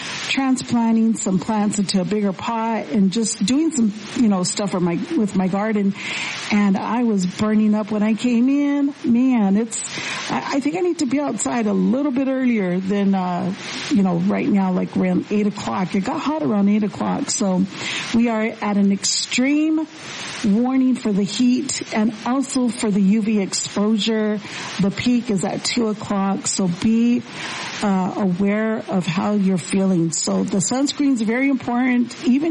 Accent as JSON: {"language": "English", "town": "Mammoth", "region": "Arizona", "country": "United States", "tie": "born or raised there", "said": "Lupe Altamirano from my hometown in Mammoth, Arizona."}